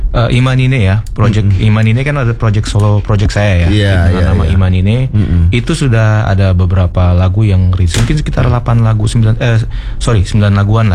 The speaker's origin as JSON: {"language": "Indonesian", "region": "Jakarta", "country": "Indonesia", "tie": "born there", "said": "Asli kalau lahir Jakarta."}